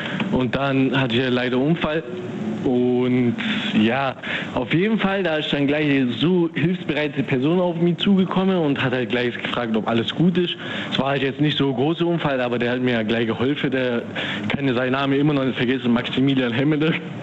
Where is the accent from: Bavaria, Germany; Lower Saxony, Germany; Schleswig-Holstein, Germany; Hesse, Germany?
Bavaria, Germany; Memmingen; Ich bin aus Memmingen.